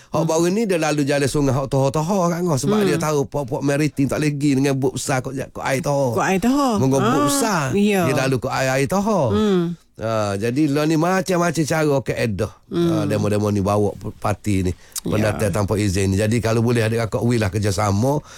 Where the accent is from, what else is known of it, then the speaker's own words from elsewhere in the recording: Kelantan, Malaysia; kita sebagai rakyat Kelantan ni